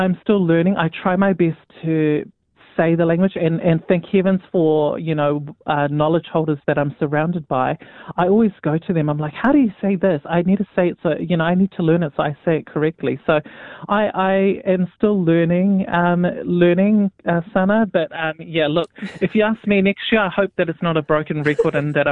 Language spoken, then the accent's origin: English; North Shore, Auckland, New Zealand; born there